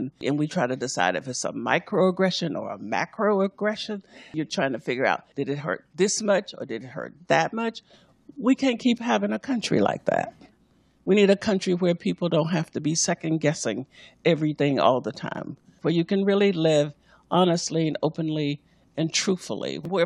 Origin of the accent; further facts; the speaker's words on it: Arkansas, United States; I grew up in Arkansas